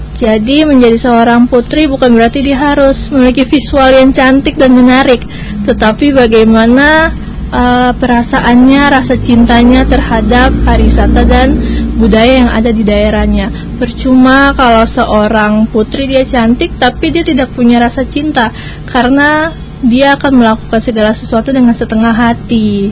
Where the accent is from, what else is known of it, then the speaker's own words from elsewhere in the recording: Kaibobu, Maluku, Indonesia; atau boleh ke kampung halaman saya.